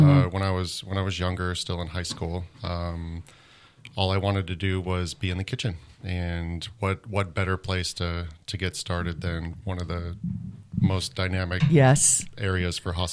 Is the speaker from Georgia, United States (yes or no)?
no; Las Vegas, Nevada, United States; moved away as an adult; now in Redding, United States; So I come from Las Vegas, Nevada. Born and raised, but I've been here in Northern California for about 20 years now.